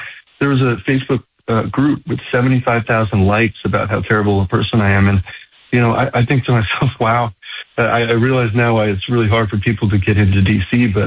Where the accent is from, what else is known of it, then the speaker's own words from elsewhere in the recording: New York, United States; now in Houston, United States; being a New Yorker coming into Houston, it was just incredible.